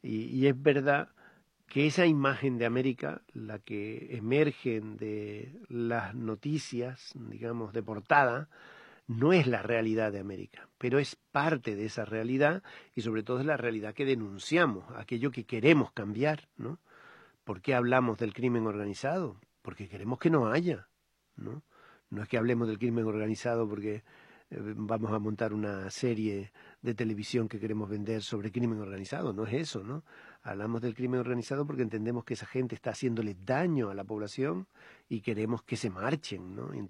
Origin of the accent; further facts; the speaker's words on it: Canary Islands, Spain; moved away; Claro, yo soy de las Islas Canarias, hace ya mucho que salí de vivir allí de forma estable, ¿no?